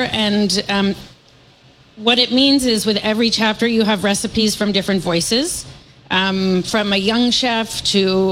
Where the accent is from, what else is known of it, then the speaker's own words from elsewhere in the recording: Seattle, Washington, United States; I grew up in Seattle